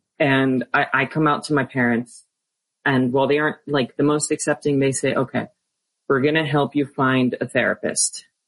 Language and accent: English; Texas, United States; I'm from Texas. I moved to Texas when I was not even 2 years old. So I've lived here basically all of my life